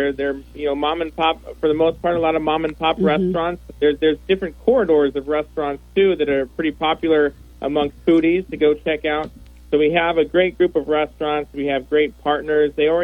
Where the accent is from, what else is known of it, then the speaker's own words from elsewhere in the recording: Chino Hills, California, United States; I was born and raised in Chino Hills. So I was born in 1981, and there was just one tract of homes that I lived in. And over the years, I'm now, I'm 42 years old.